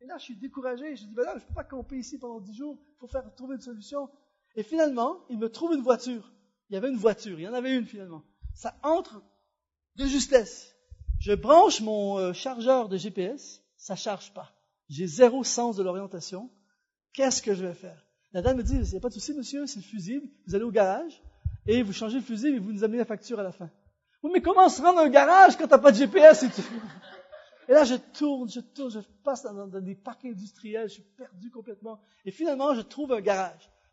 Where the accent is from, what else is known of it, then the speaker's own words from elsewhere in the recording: Quebec, Canada; accent: Québécois; Et là, je sors mon accent québécois, mais vous pensez, je connais rien ici.